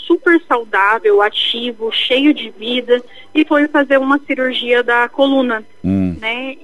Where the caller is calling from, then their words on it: Mandaguaçu, Paraná, Brazil; Eu falo de Mandaguaçu.